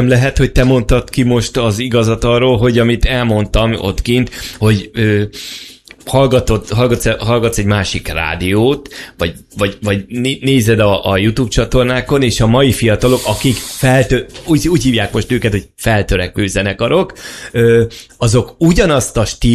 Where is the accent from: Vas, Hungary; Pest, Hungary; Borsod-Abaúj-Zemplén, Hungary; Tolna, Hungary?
Borsod-Abaúj-Zemplén, Hungary; Miskolc; Én miskolci vagyok